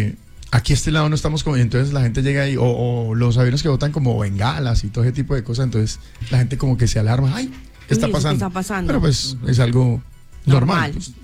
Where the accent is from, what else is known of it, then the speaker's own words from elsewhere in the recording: La Dorada, Caldas, Colombia; now in Meta, Colombia; Estuve en la Dorada Caldas, estuve, sí, en Palanquero, esa es mi tierra.